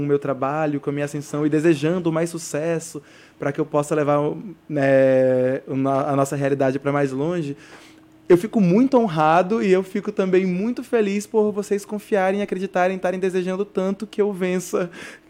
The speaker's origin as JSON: {"language": "Portuguese", "town": "Tabatinga", "region": "Amazonas", "country": "Brazil", "tie": "born or raised there", "said": "Eu nasci, cresci em Tabatinga"}